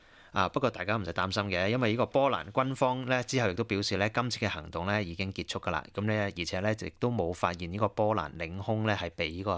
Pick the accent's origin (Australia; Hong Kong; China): Australia; 咁大家可能會問啊，咁啊沙特受到攻擊，其實同我哋澳洲人有咩關係咧？